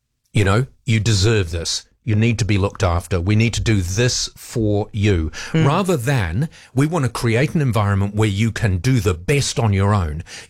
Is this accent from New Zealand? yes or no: yes; New Zealand; I would love them to be brought up in a country that has the same morals and views and ideals and society that I was brought up in New Zealand.